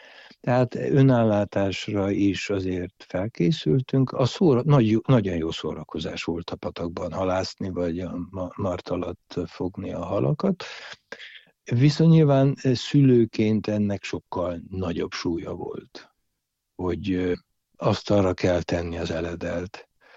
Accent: Dej, Cluj County, Romania; Nekem az a gyerekkorom, mert Szováton csak az ikrek és a következő István testvérem született, utána pedig a többiek már désiek vagyunk inkább.

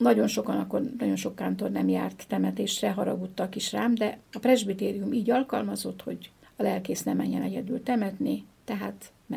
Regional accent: Cluj-Napoca, Cluj County, Romania; hát én tulajdonképpen kerekdombi születésű vagyok

